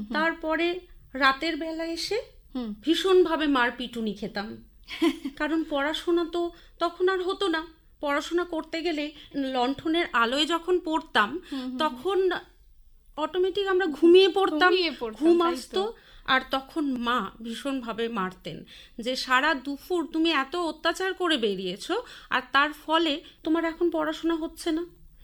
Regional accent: West Bengal, India; আমি তুমি উত্তরবঙ্গের মানুষ না, আমার বাড়ি দক্ষিণ দিনাজপুর।

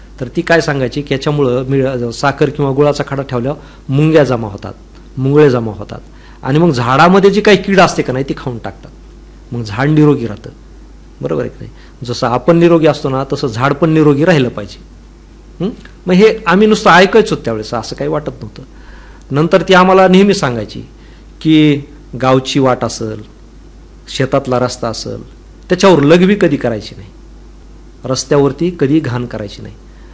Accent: Beed, Maharashtra, India; दुसरीपर्यंत गावात शाळेत होतो आणि तिसरीला मी बीडमध्ये संस्कार विद्यालयात शिकायला आलो.

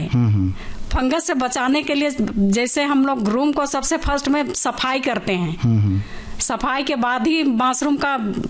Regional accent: Jharkhand, India; मैं रहने वाली नामकुम के प्रखंड खरसीदाग।

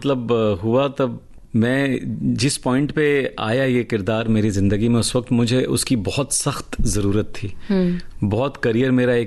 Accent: Mumbai, Maharashtra, India; मैं मुंबई में पला बड़ा हूँ, मराठी बोल लेता हूँ

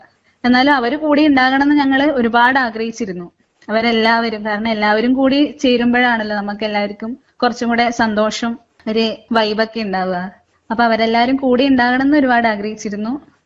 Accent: Payyanur, Kerala, India; എന്റെ നാട് കണ്ണൂരിലെ പയ്യന്നൂരാണ്.

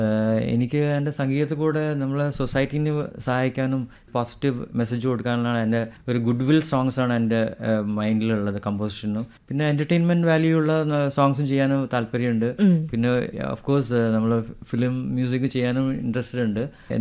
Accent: Kerala, India; ഞങ്ങൾ ശരിക്കും മലബാറി പ്രോപ്പർ മലബാറി തന്നെയാണ് ബോൺ ആൻഡ് ബ്രോട്ട് അപ്പ്.

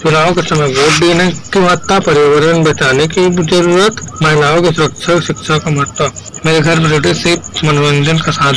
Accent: Raigarh, Chhattisgarh, India; मैं रायगढ़ का रहने वाला हूँ।

